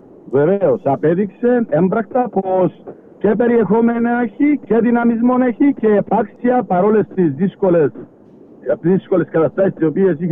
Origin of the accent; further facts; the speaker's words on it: Paphos District, Cyprus; την Πάφο μας